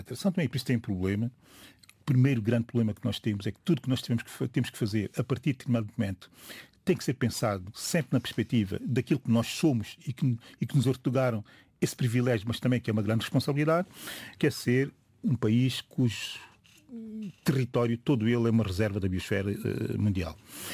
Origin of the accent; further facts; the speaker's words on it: São Tomé & Príncipe; o problema mais crítico que nós temos em São Tomé e Príncipe